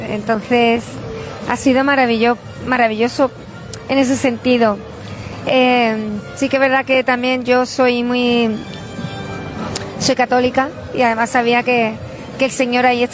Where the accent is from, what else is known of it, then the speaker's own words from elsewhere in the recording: La Línea de la Concepción, Andalusia, Spain; Me siento muy afortunada de ser linense